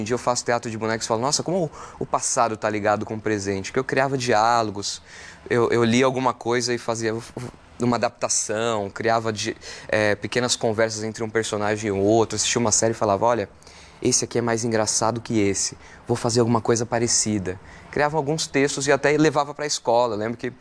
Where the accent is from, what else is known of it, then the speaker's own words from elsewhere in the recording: São Paulo, Brazil; Sou do Campo Limpo, Santo Amaro.